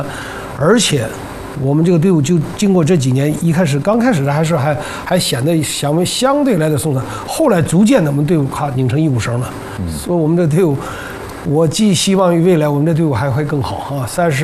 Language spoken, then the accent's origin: Chinese; northern China, China; 咱是北方人，